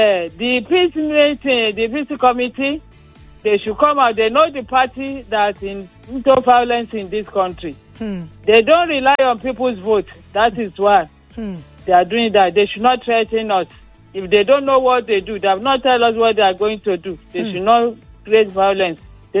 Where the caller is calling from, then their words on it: Bariga, Lagos, Nigeria; from Bariga.